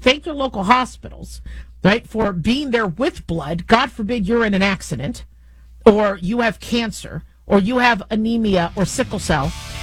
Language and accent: English; Nevada, United States; You know, that my home state could do something that now has become a national holiday and we're going into year 10.